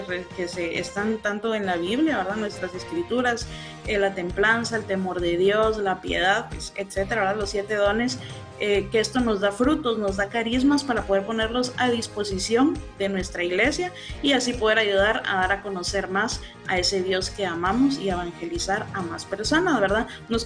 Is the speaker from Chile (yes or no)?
no; Guatemala; nuestro país, ¿verdad? A Guatemala.